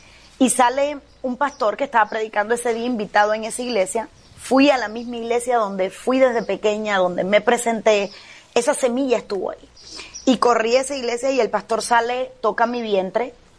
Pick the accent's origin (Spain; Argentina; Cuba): Cuba; soy cubana, nací en Cuba, crecí en Cuba, me casé en Cuba, di a luz a mis 3 hijos en Cuba